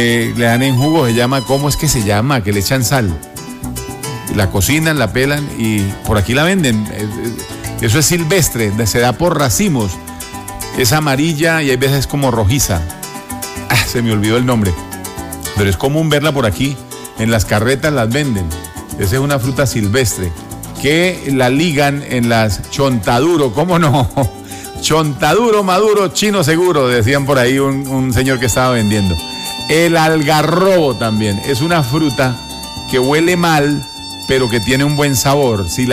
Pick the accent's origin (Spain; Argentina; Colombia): Colombia; Llanos Orientales; now in Piedemonte Llanero, Colombia; las frutas silvestres del llano de donde yo vengo